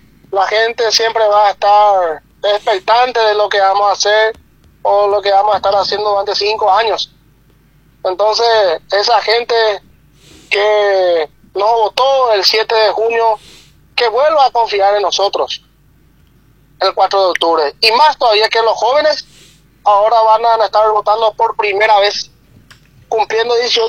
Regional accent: Paraguay; nuestra querida ciudad de Santa Anita

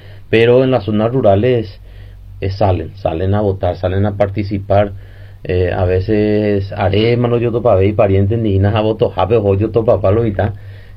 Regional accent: San Estanislao, San Pedro, Paraguay; como ciudadanos paraguayos, como ciudadanos sanpedranos, como ciudadanos santanianos

